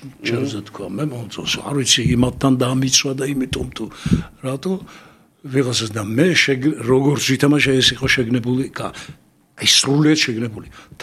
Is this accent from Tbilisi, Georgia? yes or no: yes; Tbilisi, Georgia; ძველ თბილისში დავიბადე, მაგრამ რუსთაველზე დავდიოდი კონსერვატორიაზე.